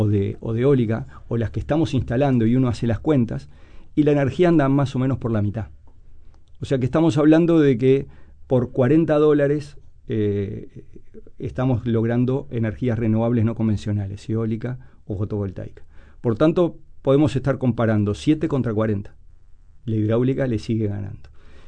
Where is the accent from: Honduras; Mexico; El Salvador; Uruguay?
Uruguay